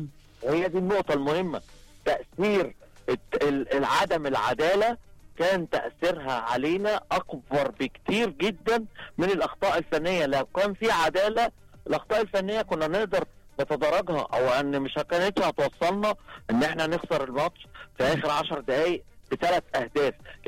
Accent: Egypt; واحنا مصريين

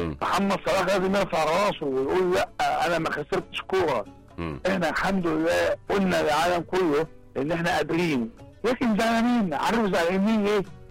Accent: Egypt; ان احنا مصريين

